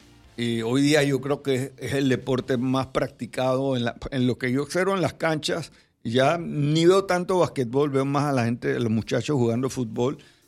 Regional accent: Panama; conviviendo con nosotros los panameños

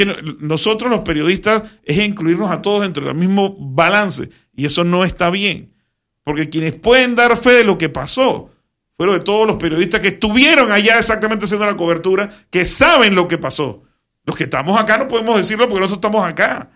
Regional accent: Panama; nosotros mismos como panameños

